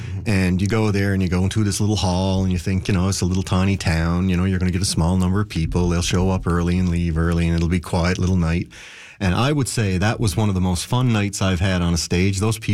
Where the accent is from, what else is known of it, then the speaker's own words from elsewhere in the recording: Newfoundland and Labrador, Canada; Like, even the guys who play with us now, Jamie, we're all from Trinity Bay.